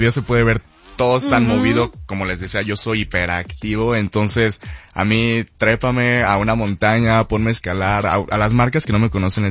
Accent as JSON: {"language": "Spanish", "town": "Guadalajara", "region": "Jalisco", "country": "Mexico", "tie": "born there", "said": "Ya que Chivas, porque nací en Guadalajara."}